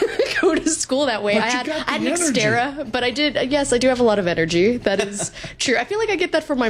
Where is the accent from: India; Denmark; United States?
United States; Corpus Christi, Texas; I am from Corpus Christi.